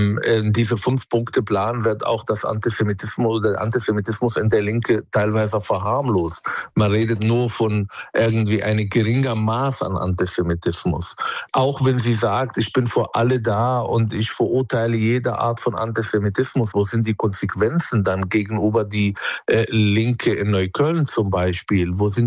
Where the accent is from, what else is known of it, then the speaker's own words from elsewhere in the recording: Palestine; Und ich möchte als Palästinenser die andere Seite betrachten und sagen, ich sehe eure Angst, ich sehe euer Trauma